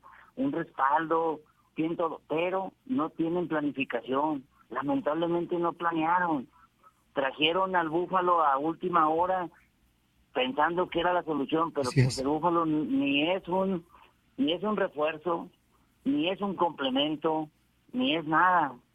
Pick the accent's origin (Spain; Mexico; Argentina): Mexico; Monterrey, Nuevo León; Yo soy de Monterrey, yo fui a muchos partidos de los Tigres